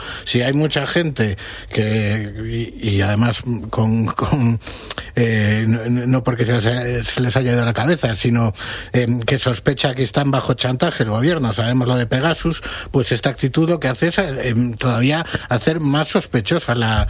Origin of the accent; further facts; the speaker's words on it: Spain; en solidaridad con nuestros conciudadanos de Ceuta y de Melilla, que son tan españoles como nosotros